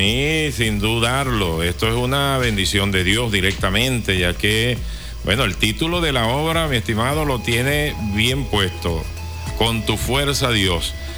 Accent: Venezuela; Nosotros como venezolanos

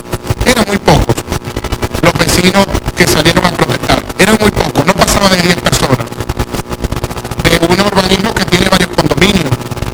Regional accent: Venezuela

